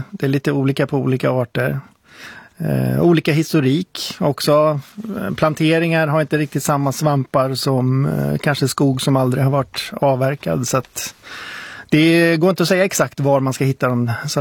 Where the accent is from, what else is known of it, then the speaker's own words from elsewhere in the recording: Sweden; Jag är svensk, det är hemligt.